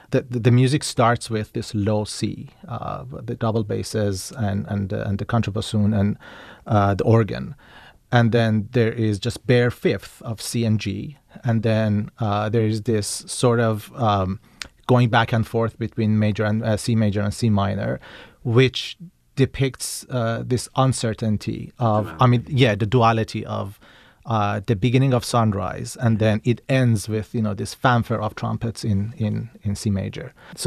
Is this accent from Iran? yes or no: yes; Iran; now in United States; the ongoing war between my home country, Iran, and also my adopted country, the United States.